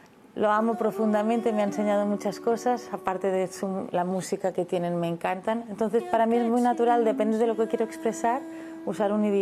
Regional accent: Catalonia, Spain; yo soy catalana, pero hablo también en castellano y el portugués forma parte de mi vida.

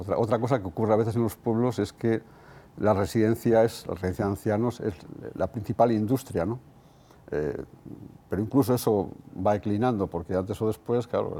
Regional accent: Fermoselle, Castile and León, Spain; en mi pueblo, en Fermoselle

